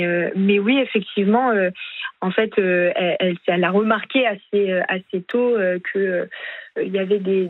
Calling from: Paris, Île-de-France, France; J'habite à Paris.

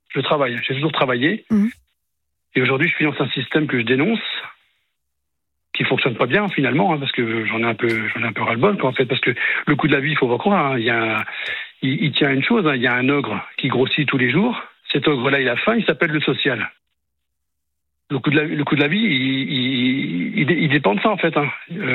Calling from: Saint-Malo, Brittany, France

